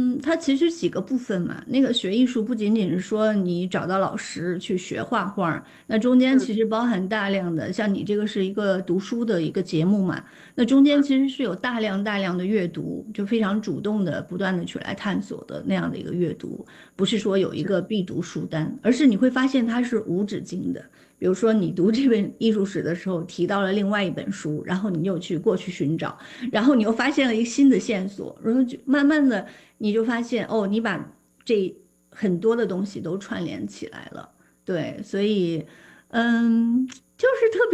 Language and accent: Chinese; China; 就尤其是像我们中国人嘛